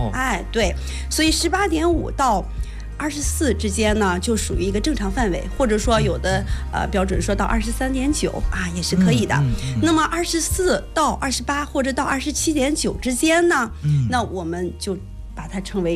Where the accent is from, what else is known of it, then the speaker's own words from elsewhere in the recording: China; 对，我们中国人可能跟我们的饮食特点或者我们的生活方式有很大的关系